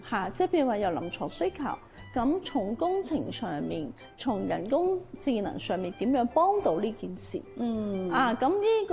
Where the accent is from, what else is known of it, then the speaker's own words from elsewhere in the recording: Macau; 回歸25周年嚇，身為澳門人，四星產業應該係有責任去向前行一步嘅。